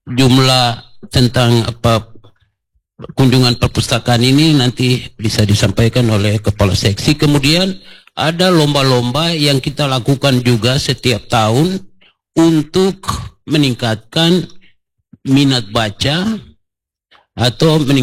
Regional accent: South Papua, Indonesia; Sebagai orang Marin

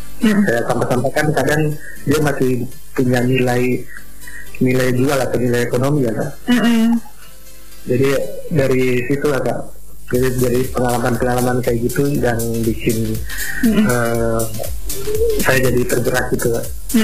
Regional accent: Alor, East Nusa Tenggara, Indonesia; moved away as an adult; also born or lived in Surabaya; saya sebenarnya orang Alor tapi kecil dan besar juga di Alor. Tapi saya mengenyam pendidikannya tuh di Jawa, di Surabaya.

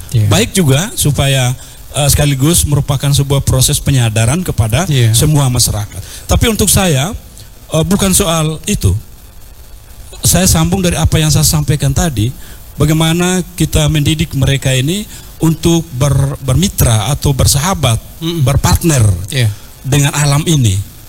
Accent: Ende, East Nusa Tenggara, Indonesia; Ini kebanggaan kita orang Ende.

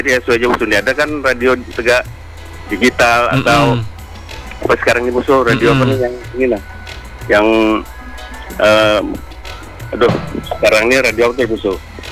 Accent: North Sumatra, Indonesia; Dulu saya bukan, saya dari Sumatera Utara.

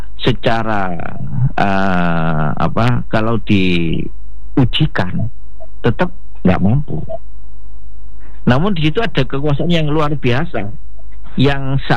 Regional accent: Jember, East Java, Indonesia; now in Kediri, Indonesia; saya itu berasal dari Jember, tidak pernah berpikir bisa nyampe di Kediri

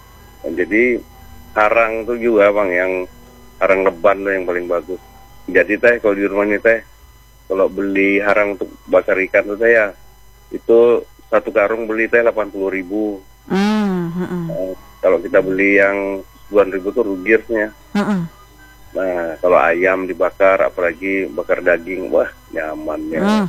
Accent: West Java, Indonesia; Kita Sunda teh lupa teh, iis enak tuh apa ya?

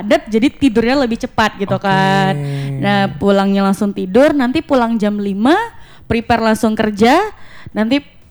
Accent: West Sumatra, Indonesia; born there; moved away; aku aslinya itu dari Padang Priaman, tapi aku udah lama di sini gitu.

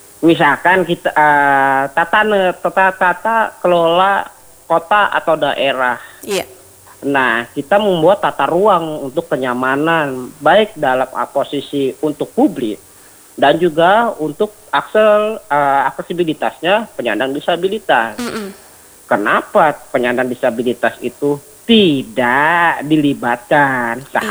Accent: Serang, Banten, Indonesia; Kota Serang, kebetulan saya orang Serang nih Kak.

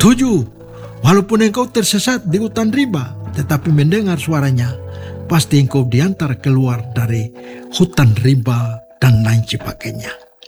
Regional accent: Papua, Indonesia

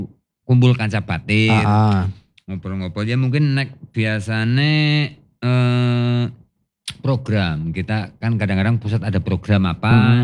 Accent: Purbalingga, Central Java, Indonesia; Kita emang aku wong Purbalingga pertama ya otomatis Purbalingga Indonesia.

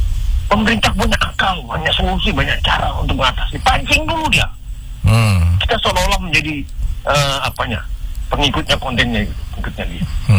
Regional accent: Samarinda, East Kalimantan, Indonesia; Saya di Kalimantan Timur, Pak, minta maaf ya, saya di Samarinda, saya anak Samarinda.

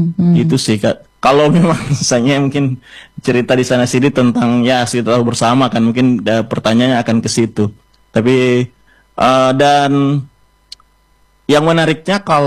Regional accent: Lenganeng, North Sulawesi, Indonesia; Tapi kalau di kampung saya Lenganeng, itu anak-anak muda lebih aktivasinya itu lebih ke ini, membuat parang Kak, beda Lenganeng. Kampung saya Lenganeng, dia mau jadi pandai besi.

